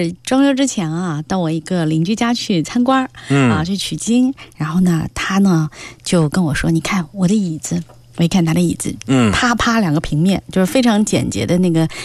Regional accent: Nanjing, Jiangsu, China; accent: Nanjing dialect; 犄角旮旯，我们南京话叫勾勾辣

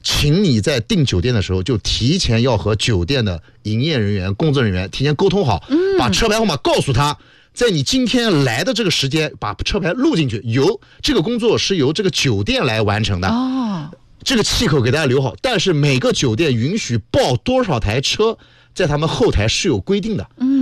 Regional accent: Nanjing, Jiangsu, China; 我们南京人

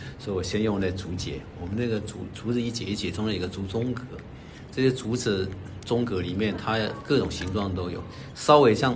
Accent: China; 作为一个中国人，我觉得中华文化深根在我的骨髓里头

